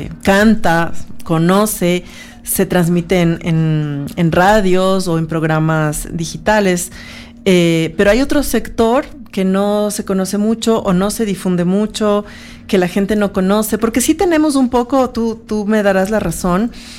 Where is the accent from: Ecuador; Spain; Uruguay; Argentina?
Ecuador